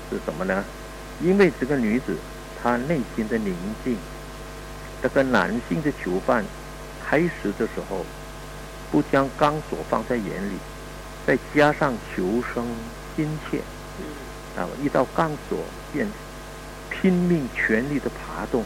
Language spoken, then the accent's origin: Chinese; Indonesia; 我们印尼话来讲